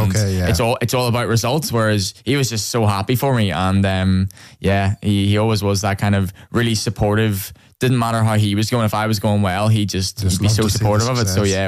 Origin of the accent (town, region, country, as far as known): Tyrone, Northern Ireland, United Kingdom; born or raised there